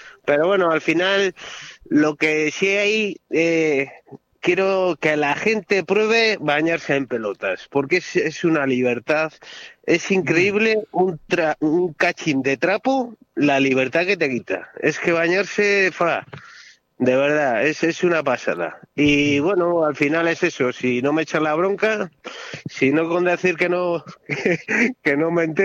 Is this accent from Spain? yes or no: yes; Spain; cuando voy por ahí, cuando digo que soy de España, me dice, que he visitado Barcelona y me robaron.